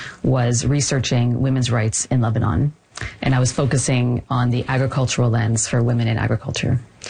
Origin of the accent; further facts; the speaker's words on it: Ottawa, Ontario, Canada; And so I was born and raised here, myself and my siblings. We were all born and raised in Ottawa.